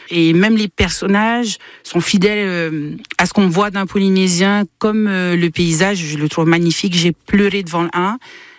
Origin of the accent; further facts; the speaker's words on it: Montpellier, Occitanie, France; now in Poitiers, France; Je dois l'avouer, je viens de Montpellier. Alors j'ai fait mes études à Montpellier. Quand je suis arrivée à Poitiers, j'ai un peu pleuré.